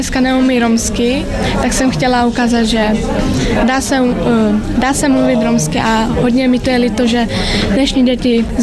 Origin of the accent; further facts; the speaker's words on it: Ostrava, Moravian-Silesian Region, Czechia; som z Ostravy.